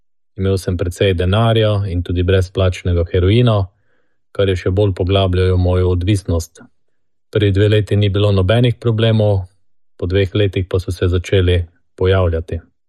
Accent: Prekmurje, Slovenia; now in Maribor, Slovenia; z družino živimo v Mariboru, odraščal sem pa v Prekmurju, v precej konfliktni družini

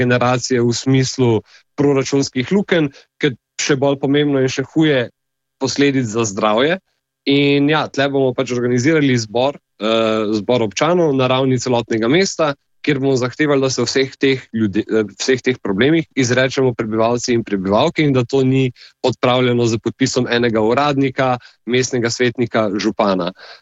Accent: Ljubljana, Central Slovenia, Slovenia

